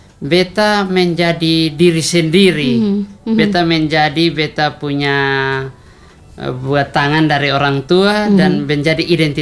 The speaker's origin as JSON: {"language": "Indonesian", "region": "East Nusa Tenggara", "country": "Indonesia", "said": "beta selalu berusaha untuk beta tonjolkan ini beta pun budaya, ini beta orang NTT."}